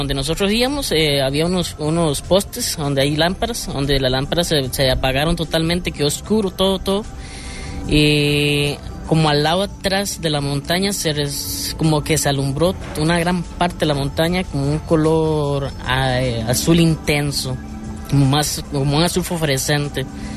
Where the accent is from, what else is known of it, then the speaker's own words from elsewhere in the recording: Quepos, Puntarenas, Costa Rica; moved away; Yo acá tengo como unos 19 años que llegué a esta zona. Soy de Quepos, normal, siempre ha sido de costa. Estoy aquí hace como unos 16 años